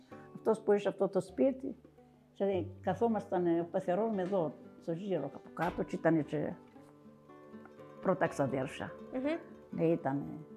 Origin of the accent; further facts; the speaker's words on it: Vorizia, Crete, Greece; Εγώ ήμουν και από τα Βορίζα, δεν ήξερα και πολλά.